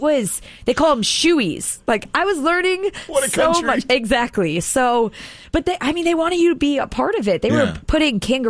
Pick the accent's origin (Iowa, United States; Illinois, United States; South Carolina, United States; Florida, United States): Illinois, United States; Chicago